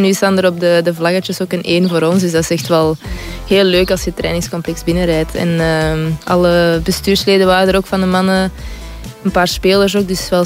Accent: Antwerp, Flanders, Belgium; En ja, ik ben toch van Antwerpen, dus ja.

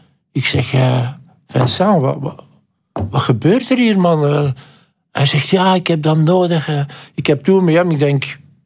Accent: Belgium; En dan kom je daar als Belg en dan voel je ook dat niemand gelooft in u.

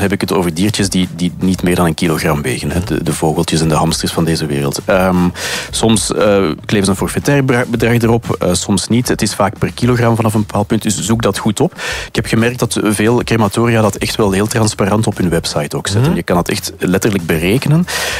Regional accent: Mechelen, Flanders, Belgium; Nu, wij zijn van Mechelen bijvoorbeeld.

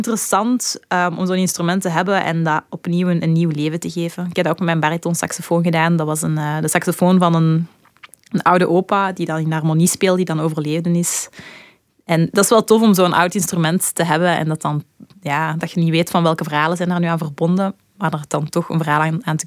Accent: Turin-la-Grosse, Wallonia, Belgium; Dat is het dorpje waar ik ben opgegroeid met mijn ouders in een huisje. In de Walen, om het zo te zeggen.

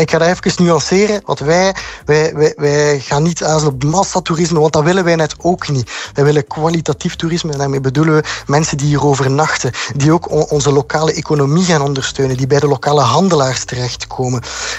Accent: Ghent, Flanders, Belgium; Ik ben zelf heel fier als Gentenaar op onze stad.

